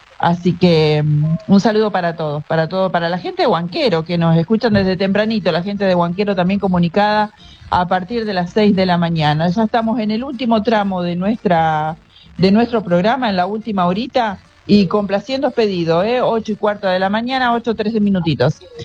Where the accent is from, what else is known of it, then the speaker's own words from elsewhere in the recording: Arrufó, Santa Fe, Argentina; moved away as an adult; Por supuesto, sí, soy nacida en Arrufó.